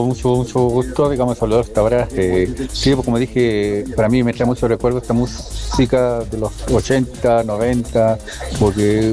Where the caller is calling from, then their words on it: Santiago, Santiago Metropolitan Region, Chile; soy de Santiago, de Renca.